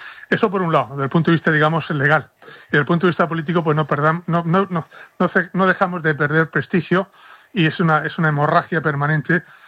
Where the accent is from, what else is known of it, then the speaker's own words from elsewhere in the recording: Spain; A ti y a mí, que somos españoles, nos cuesta trabajo seguir la trama endiablada de esta corrupción enorme